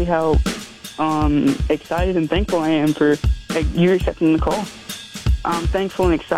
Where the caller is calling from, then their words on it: Georgia, United States; I'm from a little town in Georgia called Palmerston.